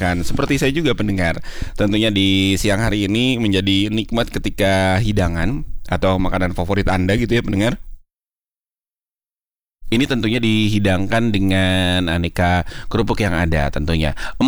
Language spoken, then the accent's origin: Indonesian; Surabaya, East Java, Indonesia; Berhubung saya orang Surabaya.